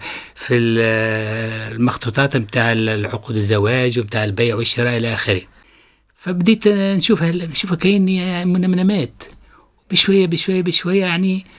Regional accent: Sidi Khlif, Sidi Bouzid, Tunisia; طبعا أنا ابن ريف من سيدي خليف من ولاية سيدي بوزيد.

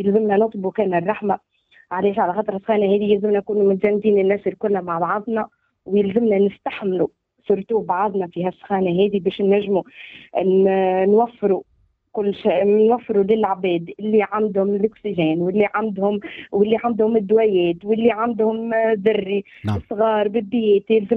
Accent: Gafsa Governorate, Tunisia; also born or lived in Metlaoui; now in Sousse, Tunisia; يعني أنا وزميلتي من قفصة.

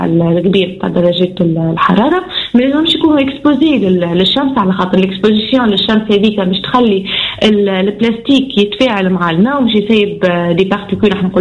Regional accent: Tunisia

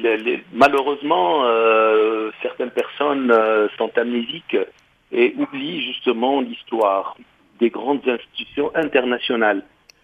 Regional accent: Tunisia; En tant que Tunisien, passionné par cette dynamique culturelle qui a eu lieu en Tunisie.

